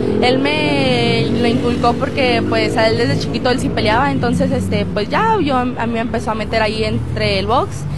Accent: Durango, Mexico; soy duranguense

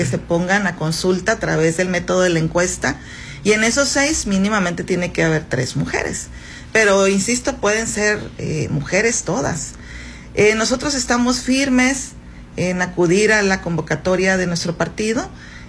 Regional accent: Chametla, Sinaloa, Mexico; Yo soy del sur de Sinaloa, soy de una familia incluso que se dedica al mango. Todos los de mi pueblo en Chametla se dedican al mango.

